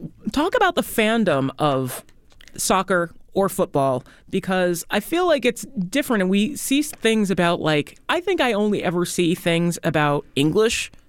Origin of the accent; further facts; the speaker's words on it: United States; because we are American